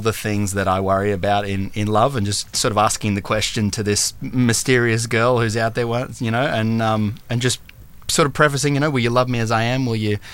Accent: Beerwah, Queensland, Australia; moved away as an adult; also born or lived in Coolum, Australia; now in Brisbane, Australia; So I'm from the Sunshine Coast, born in Coolum and then moved to Biwa, right next to the Australia Zoo. And I lived there for as long as I can remember.

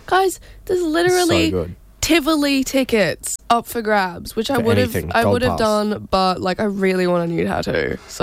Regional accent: Gold Coast, Queensland, Australia; moved away; I grew up on the Gold Coast.

